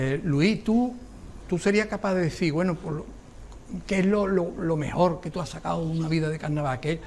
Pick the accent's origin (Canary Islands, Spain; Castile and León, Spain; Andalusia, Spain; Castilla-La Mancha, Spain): Andalusia, Spain; Cádiz; now in Seville, Spain; somos de la misma generación y del mismo barrio.